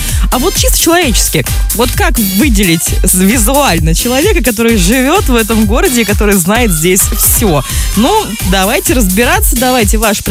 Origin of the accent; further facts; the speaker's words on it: Chekhov, Moscow Oblast, Russia; как коренных жителей города Чехова.